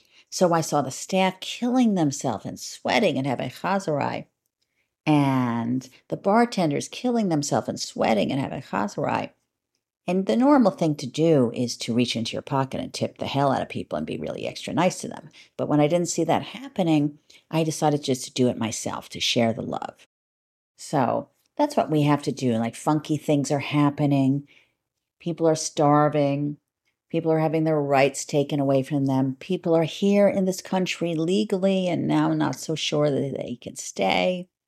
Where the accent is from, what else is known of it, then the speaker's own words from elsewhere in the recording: New Jersey, United States; moved away; So I'm pretty used to tropical, very hot climates. Why? Because I'm from New Jersey. New Jersey is not hot and tropical. But when my parents decided to drag us out of Jersey, we lived on the Jersey Shore